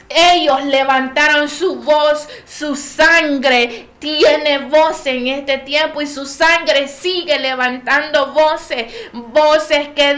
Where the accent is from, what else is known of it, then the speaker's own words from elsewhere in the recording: El Salvador; todos estamos seguros en el país de El Salvador